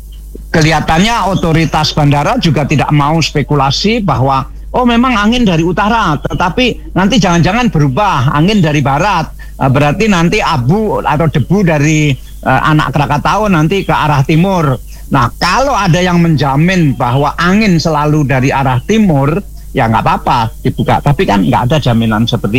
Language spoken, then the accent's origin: Indonesian; Surabaya, East Java, Indonesia; Dan kita bangga sebagai orang Surabaya. Saya juga bangga sebagai orang Surabaya.